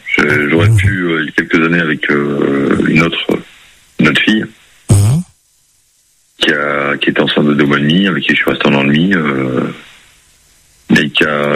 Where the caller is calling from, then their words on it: Pau, Nouvelle-Aquitaine, France; moi, je suis de Pau